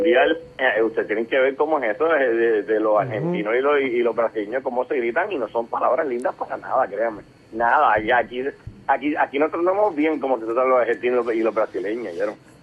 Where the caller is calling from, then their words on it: Bayamón, Puerto Rico; Buenos días … de Bayamón, Levitón.